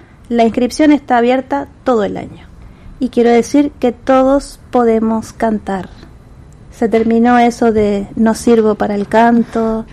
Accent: Corrientes, Argentina; now in Santa Fe, Argentina; yo, que soy de Corrientes, donde los coros no son mayoría.

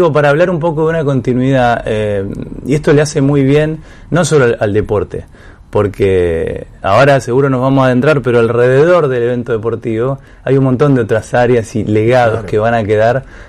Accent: Santa Fe, Argentina

